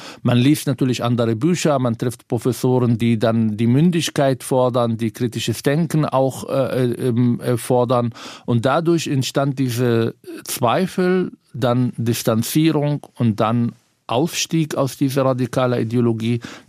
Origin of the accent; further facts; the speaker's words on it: Palestine; now in Berlin, Germany; Ich bin Palästinenser.